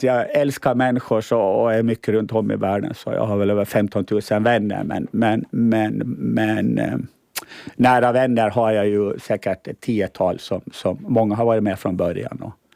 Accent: Åland Islands; moved away; also born or lived in Stockholm / Taiwan; det var första gången som jag riktigt märkte varför jag var ålänning.

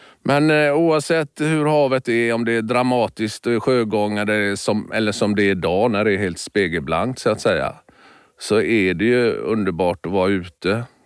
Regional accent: Västra Götaland County, Sweden; Fjordar har vi i Bohuslän där jag växte upp.

